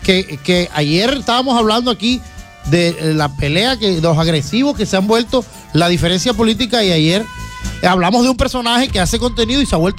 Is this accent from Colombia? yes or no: yes; La Guajira, Colombia; yo nunca voy a dejar de ser de La Guajira.